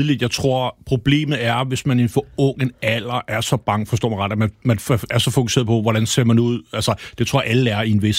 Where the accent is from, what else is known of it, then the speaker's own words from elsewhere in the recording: Herlev, Capital Region of Denmark, Denmark; jeg voksede op i Herlev, hvor der altid var røvfuld.